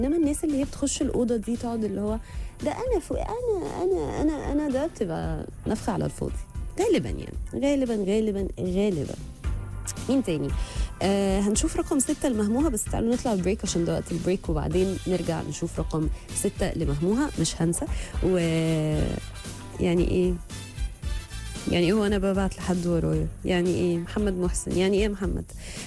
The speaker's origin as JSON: {"language": "Arabic", "country": "Egypt"}